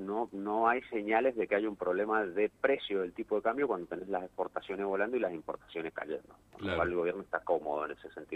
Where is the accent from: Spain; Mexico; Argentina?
Argentina; que eso es lo que también tenemos que entender como argentinos.